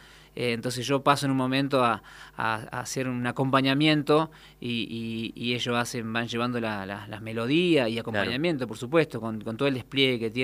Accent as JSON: {"language": "Spanish", "town": "Pergamino", "region": "Buenos Aires Province", "country": "Argentina", "said": "me dice, ¿de dónde sos … vos? Digo, de Pergamino."}